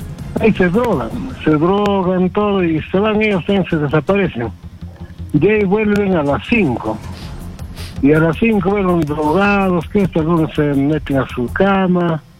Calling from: Lima, Peru; de Sector de Lima.

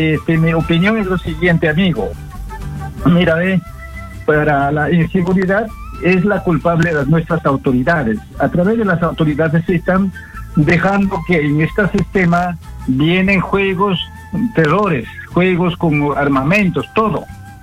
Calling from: Satipo, Junín, Peru; Ando acá del departamento de Junín, provincia de Satipo.

